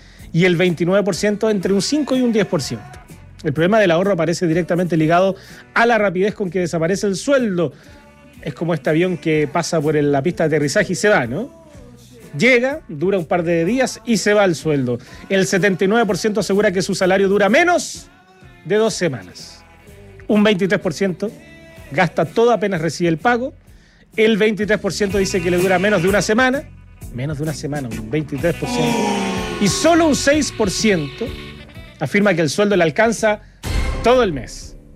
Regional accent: Retiro, Maule, Chile; Oriundo, lo que somos, oriundo de Retiro.

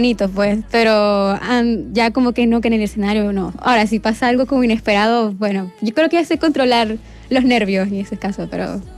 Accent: Chile; born there; also born or lived in Venezuela; Yo digo a veces que soy como entre chilena y venezolana porque, o sea, llegué súper chiquita acá y creo que la etapa más importante de mi vida ya las viví aquí, entonces como crecí acá

